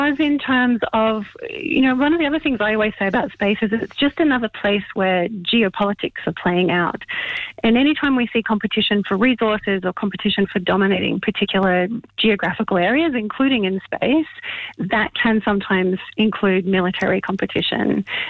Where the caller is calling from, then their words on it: Canada; I'm calling you from Canada right now.